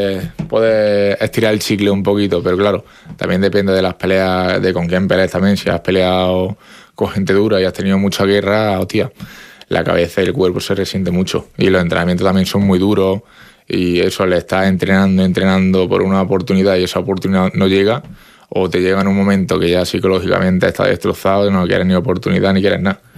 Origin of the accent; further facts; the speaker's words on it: Navarre, Spain; yo soy navarro